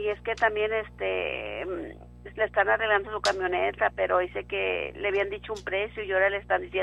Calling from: Coahuila, Mexico; de Coahuila.

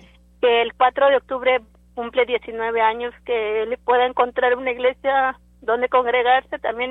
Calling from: Cleveland, Texas, United States; De Cleveland, Texas.

